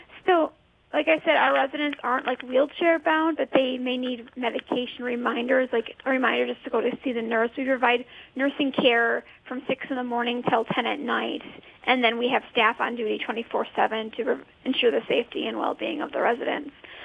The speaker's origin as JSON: {"language": "English", "region": "Minnesota", "country": "United States", "moved": "yes", "lives_now": "North Dakota, United States", "said": "I'm from Minnesota"}